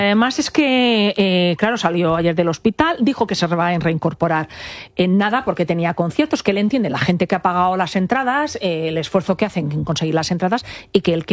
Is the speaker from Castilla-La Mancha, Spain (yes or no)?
no; Balearic Islands, Spain; me voy a coger unos días que me voy a mi tierra, que tengo muchas ganas de irme. Me voy a Mallorca